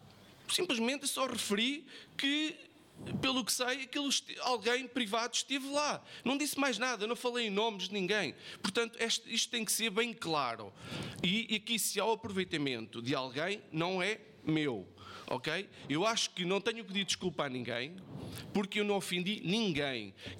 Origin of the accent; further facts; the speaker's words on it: Trás-os-Montes, Portugal; Eu sou transmontano com muito orgulho e cresci numa aldeia com princípios, com valores.